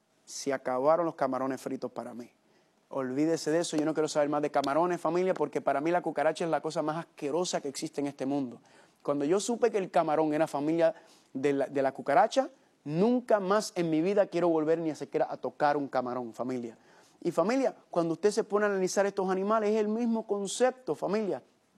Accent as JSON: {"language": "Spanish", "country": "Puerto Rico", "said": "Yo soy de Puerto Rico"}